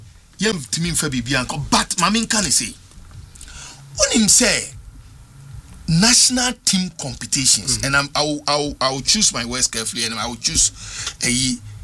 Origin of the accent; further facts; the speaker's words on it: Ghana; I'm a Ghanaian at this level.